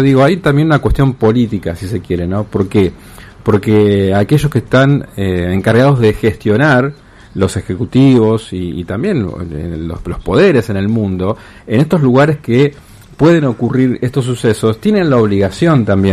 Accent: Santa Fe, Argentina; Así como los santafesinos sabemos de que si bien la inundación es un evento natural

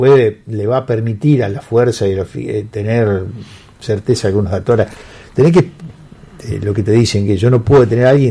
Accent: France; Spanish is a second language; Él es marroquí, yo soy francés.

